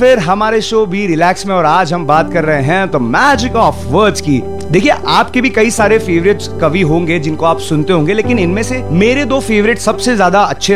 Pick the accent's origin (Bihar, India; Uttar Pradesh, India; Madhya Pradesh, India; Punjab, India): Madhya Pradesh, India; Indore; क्योंकि मैं जो हूँ इंदौर का रहने वाला हूँ और वो राइटर्स भी इंदौर से है